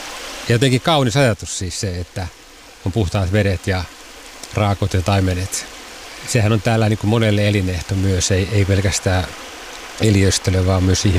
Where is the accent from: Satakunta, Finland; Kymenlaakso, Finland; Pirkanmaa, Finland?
Pirkanmaa, Finland; moved away; mä oon itse Etelä-Suomesta Tampereen seudulta